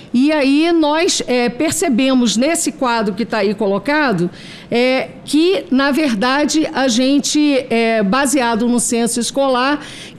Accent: Campos dos Goytacazes, Rio de Janeiro, Brazil; Eu sou do município de Campos Goytacazes, estado do Rio de Janeiro.

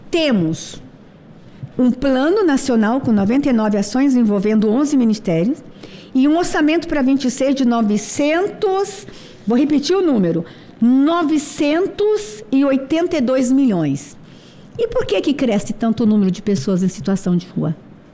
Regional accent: Brasília, Federal District, Brazil; Eu que sou de Brasília, o meu povo de Brasília que me acompanha

